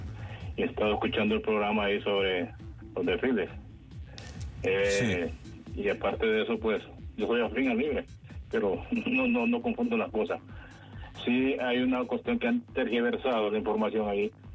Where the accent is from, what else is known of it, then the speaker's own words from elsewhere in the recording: Honduras; born there; todos los que somos hondureños de corazón, yo me siento feliz de haber nacido aquí en Honduras, soy súper feliz de aquí en mi país